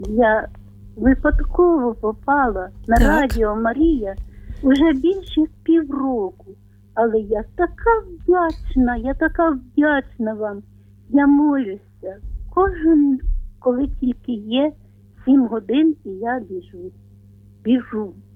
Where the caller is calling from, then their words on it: Vinnytsia Oblast, Ukraine; я з Вінниччини